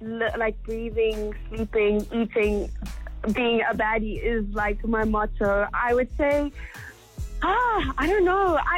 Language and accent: English; Cape Town, Western Cape, South Africa; born there; now in Johannesburg, South Africa; Yes, I was born in Cape Town, but I am living in Joburg right now, and I teach dancing here in Joburg, yes.